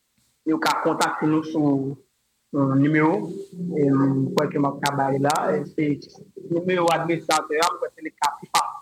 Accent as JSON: {"language": "French", "country": "Haiti"}